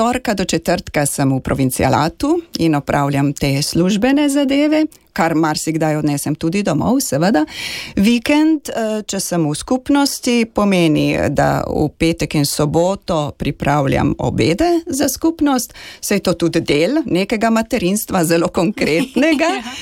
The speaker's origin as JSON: {"language": "Slovenian", "town": "Anhovo", "region": "Gorizia", "country": "Slovenia", "tie": "born or raised there", "also_born_or_lived": "Postojna / Marijino Celje", "moved": "yes", "said": "potem smo pa živeli dobrih 14 let ob cementarni v Anhovem"}